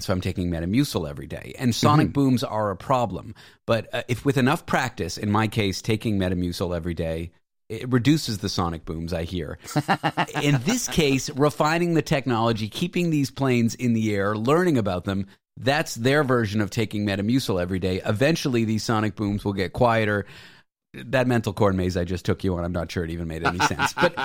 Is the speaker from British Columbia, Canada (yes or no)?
no; Toronto, Ontario, Canada; Like, I grew up in Toronto going to the Sky Dome.